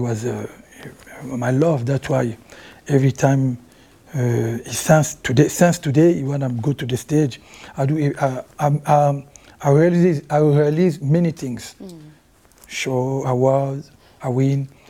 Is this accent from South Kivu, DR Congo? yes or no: no; Kinshasa, DR Congo; English is a second language; moved away as an adult; also born or lived in Paris; because I grew up in Kinshasa, mm-hmm. and I go to the Paris when I was, used to be a little bit, you know, like 20, mm-hmm. 19, 20. Mm-hmm. So I have both culture, you know, Congolese culture and Rumba music.